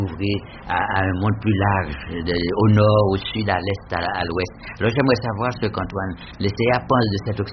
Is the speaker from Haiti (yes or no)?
yes; Jacmel, Sud-Est, Haiti; j'ai eu d'autres choses dans mon enfance, à Jacmel, en Haïti, le besoin de sortir de l'île et d'être un homme d'action.